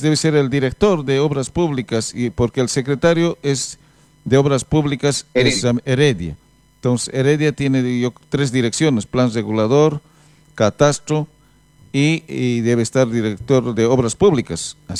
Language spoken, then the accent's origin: Spanish; Llallagua, Potosí, Bolivia; born there; moved away; mi pueblo, Llayagua, Norte, Potosí